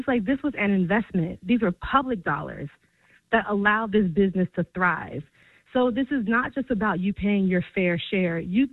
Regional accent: New Jersey, United States

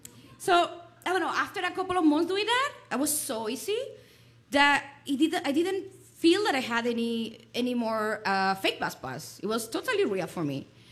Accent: Spain; I'm from Spain, so I'm going to let you know how the Spaniards are. The Spaniards, we love to get things for free.

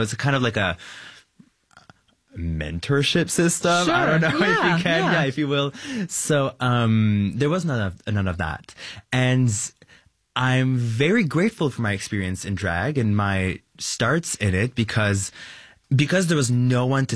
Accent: Canada; As soon as I walk around and I say I'm French Canadian, we assume automatically that I'm from Quebec.

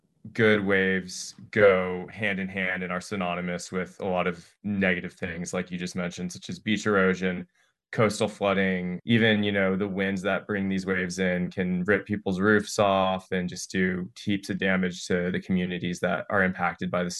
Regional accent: Florida, United States; moved away; also born or lived in Oregon; So I've lived here since 2017, so for about 9 years. And I was born in Oregon, but I grew up in Florida

